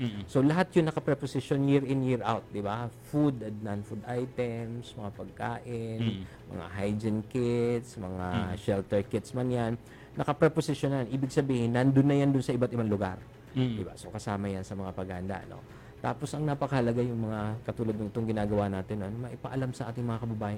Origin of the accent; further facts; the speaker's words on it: Masbate, Bicol Region, Philippines; Pareho pala tayong Bicolano. Ay, so, I'm from Masbate.